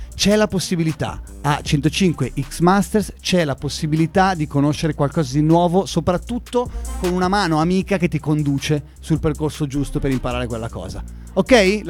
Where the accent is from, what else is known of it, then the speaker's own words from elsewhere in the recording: Senigallia, Marche, Italy; siamo da Senigallia